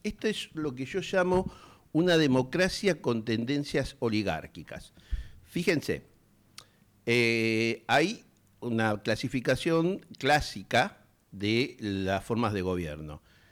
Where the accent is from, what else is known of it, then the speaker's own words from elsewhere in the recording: Argentina; Queridos compatriotas, como siempre le decimos, somos un gran pueblo que vive en un hermoso territorio